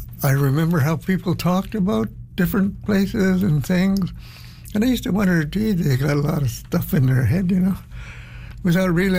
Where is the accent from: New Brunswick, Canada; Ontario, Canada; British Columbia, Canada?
British Columbia, Canada; Vancouver; born there; I'm just a regular Musqueam person? I'm not from China, but my father's from China.